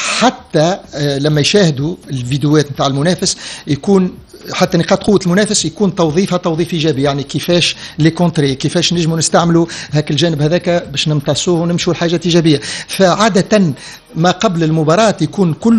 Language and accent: Arabic; Tunisia; صحيح انا فرنساوي لكن راني انا تونسي